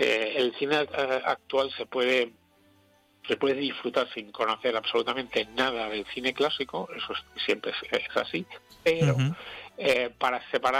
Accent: Martos, Andalusia, Spain; yo tengo 55 años y he pasado por, yo me he alimentado del cine al principio en mi pueblo, en Martos, en Jaén

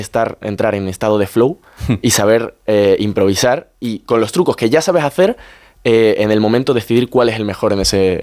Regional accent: Seville, Andalusia, Spain; now in Madrid, Spain; Yo, por ejemplo, ahora voy a tener un alquiler en Madrid también, porque estoy todo el tiempo aquí, soy de Sevilla

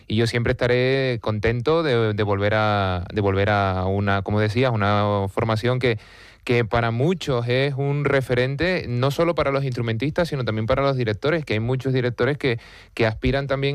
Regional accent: Los Realejos, Canary Islands, Spain; soy de Los Realejos.

